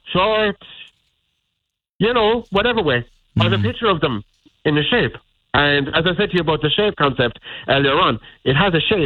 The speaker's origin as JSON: {"language": "English", "region": "England", "country": "United Kingdom", "said": "I'm an English."}